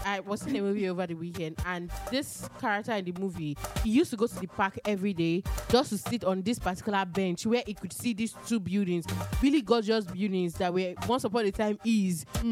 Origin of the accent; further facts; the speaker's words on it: Nigeria; I'm Nigerian.